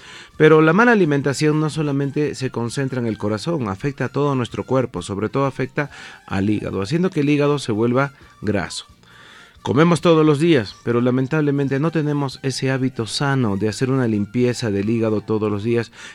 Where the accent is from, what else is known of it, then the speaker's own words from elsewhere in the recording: Tarija, Bolivia; soy médico farmacólogo, médico fitoterapeuta, médico naturista. Yo vengo desde la ciudad de Tarija.